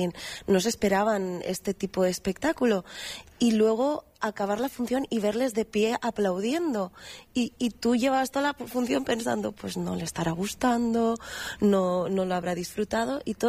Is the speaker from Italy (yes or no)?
no; Spain; Yo sí me considero española, me considero filipina.